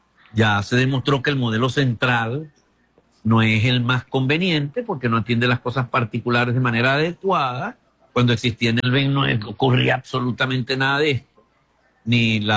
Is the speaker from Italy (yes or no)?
no; Venezuela